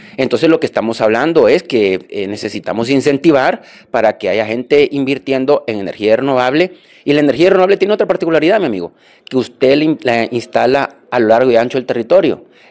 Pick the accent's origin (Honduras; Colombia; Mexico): Honduras